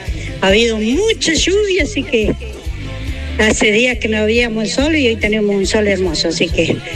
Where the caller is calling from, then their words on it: Cipolletti, Río Negro, Argentina; Yo soy de Cipolletti, Río Negro